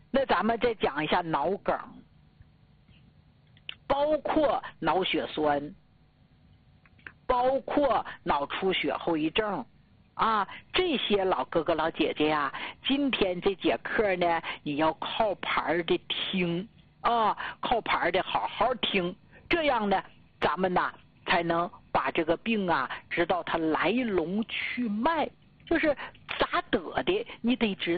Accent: Jilin, China; 你给咱们吉林老家讲课才7年

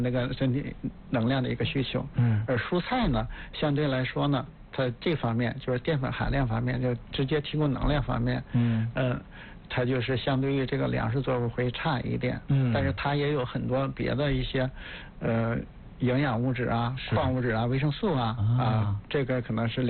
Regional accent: China; 在土豆引入中国的时候，其实我们中国人这种主食习惯已经基本形成了。

